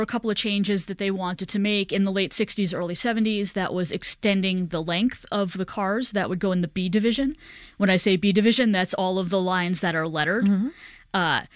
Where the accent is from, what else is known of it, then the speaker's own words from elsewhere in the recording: New York City, New York, United States; as a New Yorker